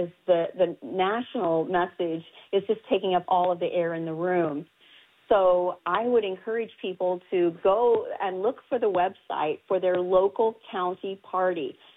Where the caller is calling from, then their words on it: Indiana, United States; I'm calling from Indiana.